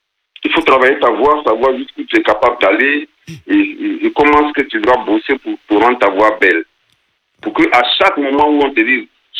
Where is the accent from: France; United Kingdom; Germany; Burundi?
France; now in Paris, France; on a grandi en France. Hein. On a grandi en France.